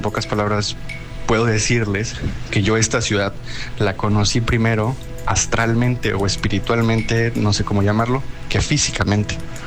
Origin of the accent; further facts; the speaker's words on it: Monterrey, Nuevo León, Mexico; now in United States; yo soy de Monterrey, de México. Y la primera vez que yo vine aquí a Estados Unidos de vacaciones o para conocer, yo tenía alrededor de... estaba por cumplir los 18 años, tenía 17 años